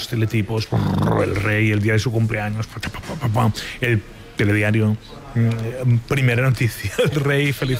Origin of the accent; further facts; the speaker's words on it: Barcelona, Catalonia, Spain; Yo soy de San Andreu, que es un barrio que está bastante lejos